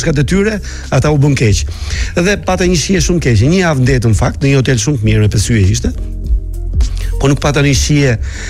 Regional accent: Sarandë, Vlorë County, Albania; Unë isha nga Saranda

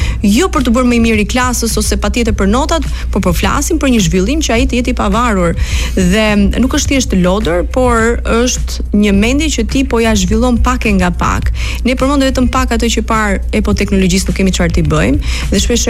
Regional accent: Berat, Berat County, Albania; unë jam nga Berati.

